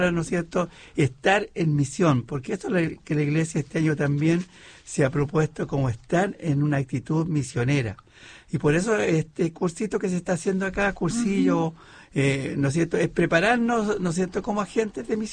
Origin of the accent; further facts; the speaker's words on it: Chile; porque somos chilenos, somos hermanos todos